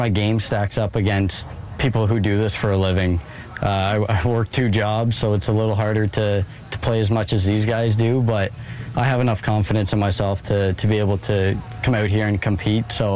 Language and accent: English; New Brunswick, Canada; my first event to be in my hometown.